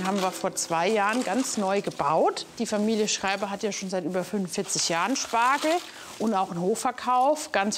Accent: Gerolzheim, Bavaria, Germany; also als kleines Kind, ich komme ja auch aus Gerolzheim, bin ich eigentlich schon so als 8- oder 10-Jährige von meiner Mama immer auch mit dem Fahrrad hierher geschickt worden

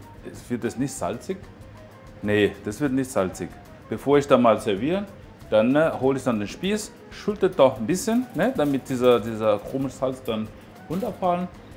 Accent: Minas Gerais, Brazil; bin aus Bundesland Minas Gerais. Ne, da sind wir dann mal bekannt als Käsefresser.

